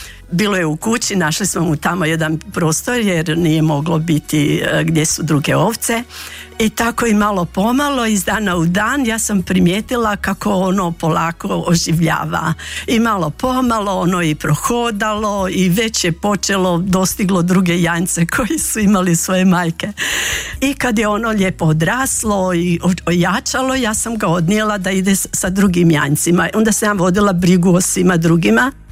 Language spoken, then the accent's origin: Croatian; Grabovica, Federation of Bosnia and Herzegovina, Bosnia & Herzegovina; A ja sam rođena u Grabovici, znači općina Tomislavgrad. Ja sam bila četvrta po redu. I kako mi djeca, kod nas je to bilo normalno da svako doprinese za obitelj ono što može.